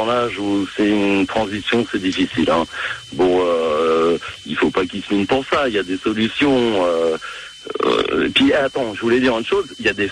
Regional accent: Paris, Île-de-France, France; Je suis originaire de Paris, mais bon.

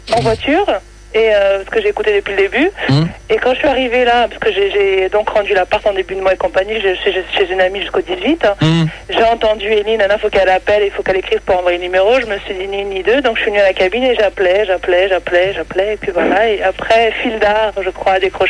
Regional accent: Le Mans, Pays de la Loire, France; Oui, moi, je suis du Mans, moi.

